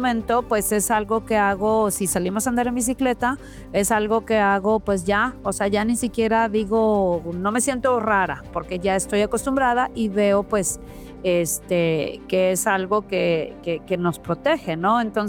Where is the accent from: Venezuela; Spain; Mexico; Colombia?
Mexico; moved away as an adult; also born or lived in Michigan / Ohio; now in Missouri, United States; yo había andado toda la vida en bicicleta en México